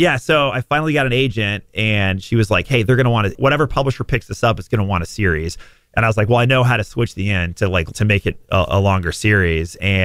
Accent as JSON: {"language": "English", "town": "Dallas", "region": "Texas", "country": "United States", "tie": "born or raised there", "said": "I'm around 10, 11 years old, growing up in Dallas, Texas"}